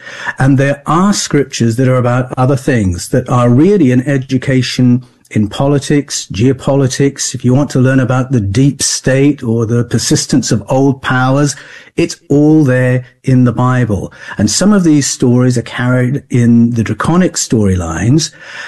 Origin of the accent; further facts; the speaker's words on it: Australia; He is an Italian agnostic. I'm an Australian.